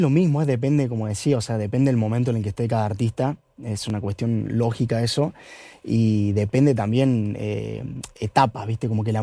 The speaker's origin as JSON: {"language": "Spanish", "town": "Villa Rumipal", "region": "Córdoba", "country": "Argentina", "tie": "born or raised there", "said": "porque somos 3.000 habitantes, en Rumipal se llama mi pueblo. Y de repente llegar a Buenos Aires, que yo era la segunda vez que venía en mi vida a Buenos Aires"}